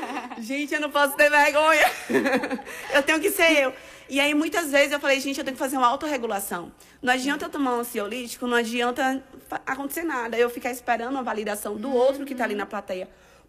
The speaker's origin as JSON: {"language": "Portuguese", "region": "Northeast Region", "country": "Brazil", "said": "eu sou do Nordeste, eu sou do forró."}